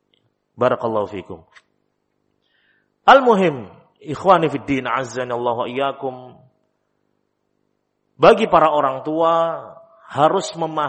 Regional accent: Java, Indonesia; Kalau dalam istilah kita orang Jawa

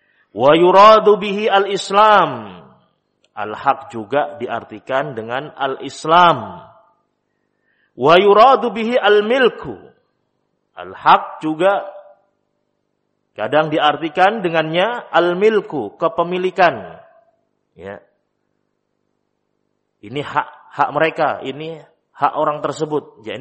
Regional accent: Java, Indonesia; dalam istilah kita orang Jawa, ojo kalah karo arek.

